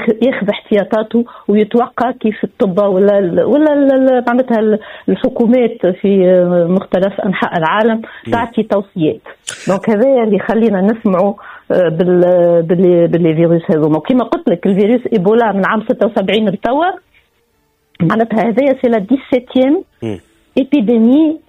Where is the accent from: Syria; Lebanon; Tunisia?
Tunisia